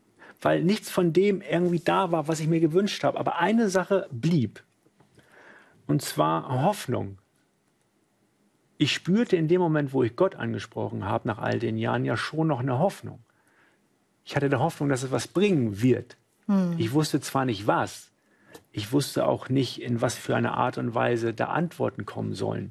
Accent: Hamburg, Germany; nach Hamburg zurück bin, wo ich herkomme.

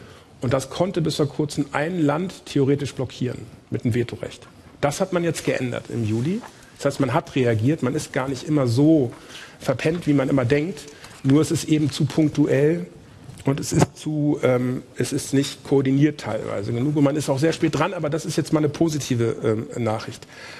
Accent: Hamburg, Germany; der dann in meiner Heimatstadt Hamburg eine Rede halten darf

